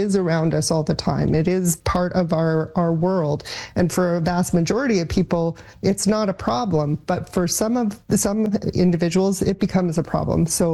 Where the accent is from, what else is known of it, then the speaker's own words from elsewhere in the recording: Alberta, Canada; I was born and raised in Alberta, and I remember watching games and whatnot